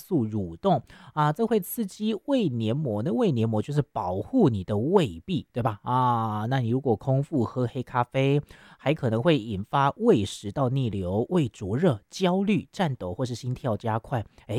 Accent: Taiwan

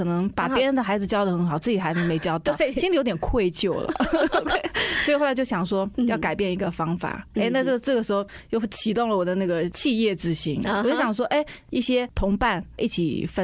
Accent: Shanghai, China; moved away as an adult; now in Taiwan; 他不会像我们上海人

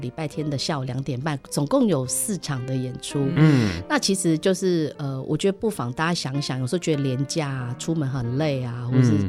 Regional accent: Taiwan; 那因为大家讲到台湾人，我们台湾人其实最主要就是食物，

